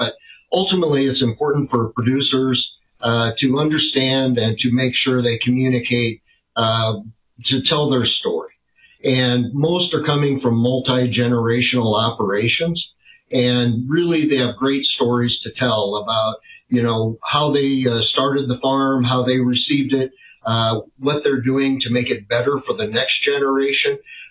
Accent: Nebraska, United States; also born or lived in North Carolina; I was born in Nebraska, raised on a diversified livestock and cropping operation, received my animal science degree from the University of Nebraska

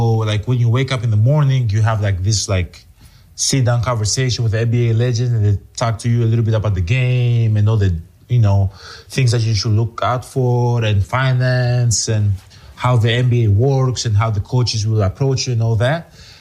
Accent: Greece; moved away; I came from Greece. I didn't know what the cards was about.

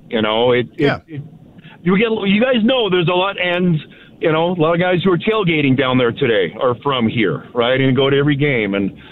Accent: Canada; The other thing, I'm a Canadian. I live near Dunnville, which is like 45 minutes from the bridge, 40 Erie Buffalo.

